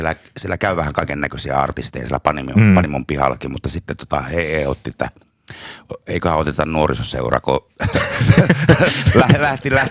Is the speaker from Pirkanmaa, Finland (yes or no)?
no; Hailuoto, North Ostrobothnia, Finland; born there; mä oon syntynyt Hailuodossa ja mulla on juuret siellä.